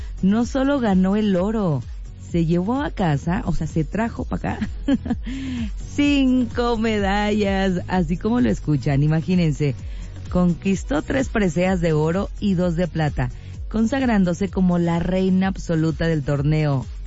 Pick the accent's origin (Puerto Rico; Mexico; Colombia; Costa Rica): Mexico; como mexicanos somos una cosa bella, hermosa, maravillosa